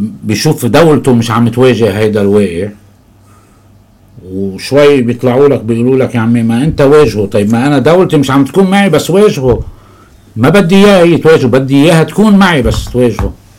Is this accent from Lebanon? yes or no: yes; Lebanon; أنا قضيتي كلبناني هي قضية تاريخية، أنا يعني من الجذور إلى الأبدية أنا قضيتي لبنانية، لبنان وبس.